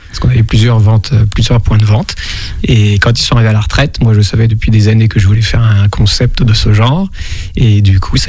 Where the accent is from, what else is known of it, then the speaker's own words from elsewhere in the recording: Challans, Pays de la Loire, France; Bah alors à l'époque quand j'étais jeune et que je suis de Chalands, pour les sorties il n'y avait pas grand chose de disponible à faire.